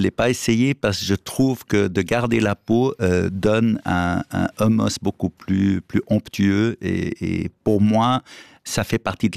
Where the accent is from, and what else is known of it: Lebanon; moved away